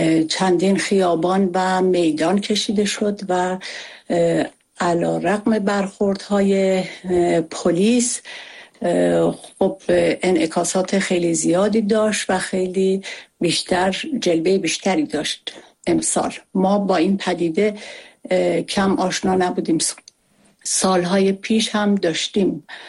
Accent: Iran; moved away; من در مرحله اول خودم به عنوان یک ایرانی که دل در گرو آزادی ایران دارم

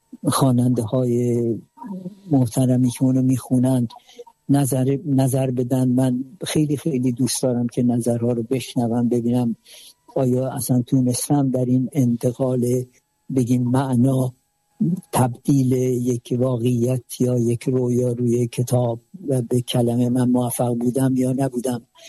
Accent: southern Iran, Iran; من خب خودم جنوبی هستم و همچنان دوست داشتم که از جنوب، از شهرم، زادگاهم، منطقم حرف بزنم،

